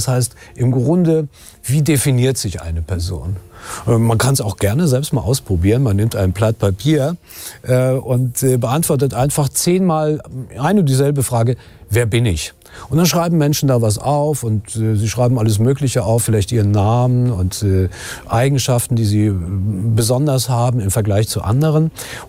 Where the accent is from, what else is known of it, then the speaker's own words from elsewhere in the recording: Germany; ich bin Mann, ich bin Deutscher.